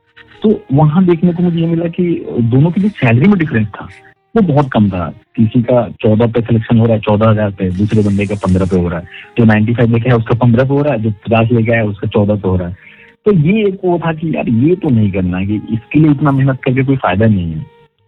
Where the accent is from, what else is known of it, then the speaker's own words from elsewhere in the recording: Bihar, India; now in Faridabad, India; तो पहली बार मैं बिहार से यहाँ आया दिल्ली, दिल्ली में कहा फरीदाबाद